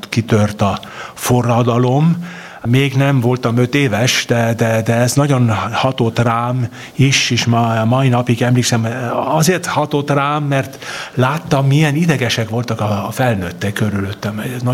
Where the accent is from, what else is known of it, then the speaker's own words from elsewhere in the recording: Vienna, Austria; born there; Hungarian is a second language; és édesapám osztrák volt, és én Bécsben születtem, de valahogyan mindig közel voltak a magyar rokonaink. Édesanyám próbált nekünk velünk magyarul is beszélni, és nem nagyon sikerült